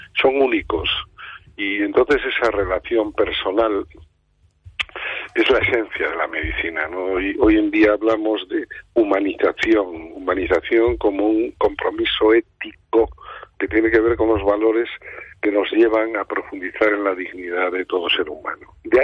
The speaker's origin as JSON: {"language": "Spanish", "town": "Pobra de Trives", "region": "Galicia", "country": "Spain", "tie": "born or raised there", "moved": "yes", "lives_now": "Madrid, Spain", "said": "mi amor a Galicia, mi pasión por Galicia, por mi pueblo, por mis raíces, mis sueños, mi infancia, y me siento profundamente gallego."}